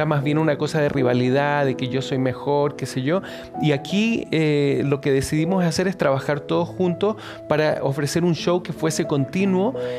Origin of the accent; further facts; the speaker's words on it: Venezuela; Venezuela, bueno, llegué a Venezuela cuando tenía como 3 años y crecí en Venezuela, en un país y en una época de Venezuela también que era muy próspera, la época de los petrodólares.